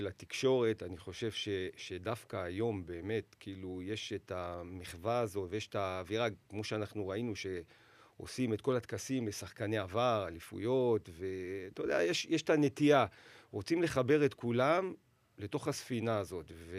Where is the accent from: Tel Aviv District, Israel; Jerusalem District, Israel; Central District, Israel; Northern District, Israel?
Jerusalem District, Israel; Jerusalem; את האמת אנחנו ירושלמים